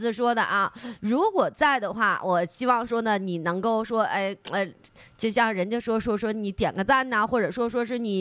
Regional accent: Northeast China, China; 咱们东北这边

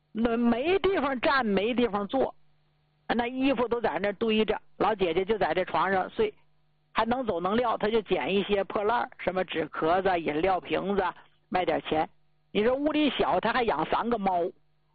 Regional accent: Jilin, China; 前几年回咱们吉林老家

